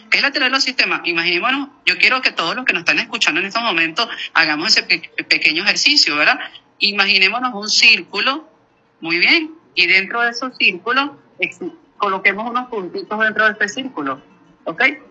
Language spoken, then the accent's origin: Spanish; Venezuela; Nosotros, como venezolanos, a pesar de que, y lo tengo que decir